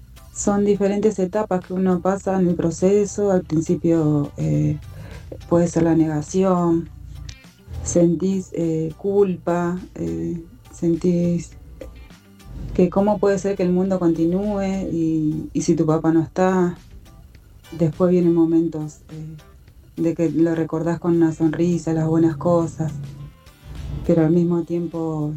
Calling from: Moreno, Buenos Aires Province, Argentina; de Moreno.

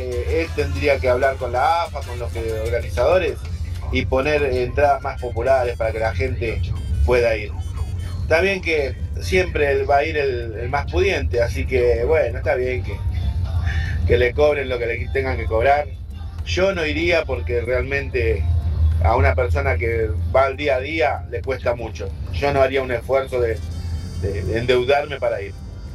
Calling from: González Catán, Buenos Aires Province, Argentina; de González Catán.

